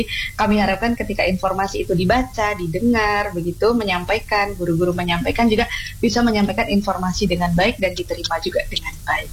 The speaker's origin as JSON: {"language": "Indonesian", "region": "Java", "country": "Indonesia", "said": "Saya sebagai orang Jawa ya"}